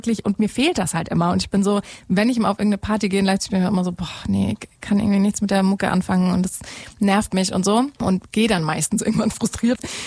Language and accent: German; West Germany, Germany; Und eine Person ist aus dem Osten, ich bin aus dem Westen und eine Person kommt eben aus Berlin.